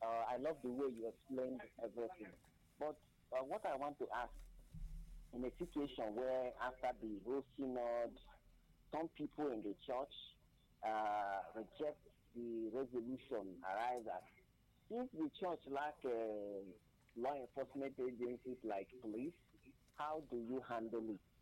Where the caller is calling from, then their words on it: Abakaliki, Ebonyi, Nigeria; I'm reaching from Abakaliki.